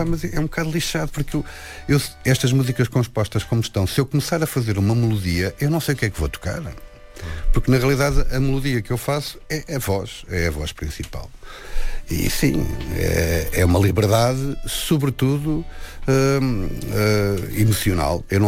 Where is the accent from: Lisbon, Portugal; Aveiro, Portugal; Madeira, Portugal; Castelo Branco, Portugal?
Lisbon, Portugal; born there; Eu nasci em Lisboa, vivia na urbe e serei sempre um gajo urbano.